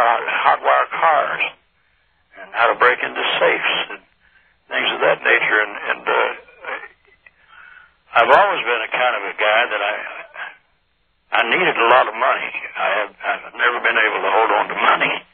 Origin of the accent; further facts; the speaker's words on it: California, United States; I'm from California, and just happened to be in Tennessee tonight.